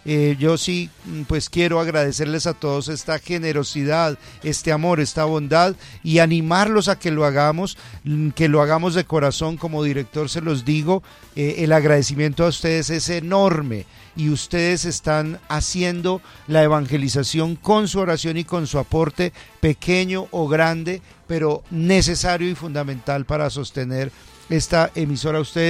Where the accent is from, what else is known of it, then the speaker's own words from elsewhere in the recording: Colombia; yo soy también colombiano y desde acá escucho el programa, me parece espectacular, maravilloso.